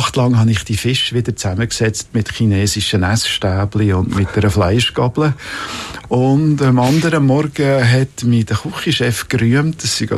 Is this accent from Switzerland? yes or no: yes; Bern, Switzerland; Und dann habe ich angefangen zu pröbeln und bin auch zum Käser im Emmental, wo ich herkomme, Weltmeister dreifachen in Fritzenhaus.